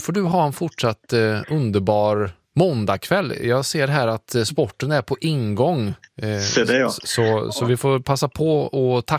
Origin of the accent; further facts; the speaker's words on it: Värmland, Sweden; jag har vuxit upp i Värmland